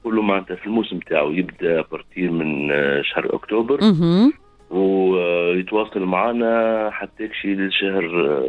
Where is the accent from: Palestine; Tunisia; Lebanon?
Tunisia; عندنا في تونس